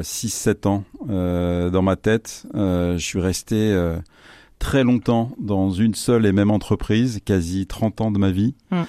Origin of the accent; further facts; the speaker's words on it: Normandy, France; je suis normand, j'ai 59 ans